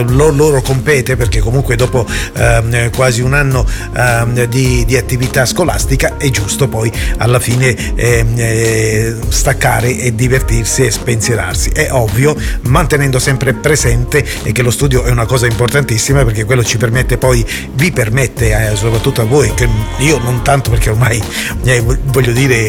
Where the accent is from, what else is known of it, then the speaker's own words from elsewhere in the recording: Calabria, Italy; qui dalle nostre parti, nella bella Calabria